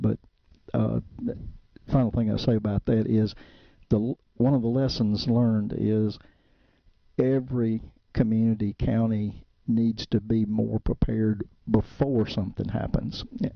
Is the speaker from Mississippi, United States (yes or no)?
yes; Amory, Mississippi, United States; I grew up in Amory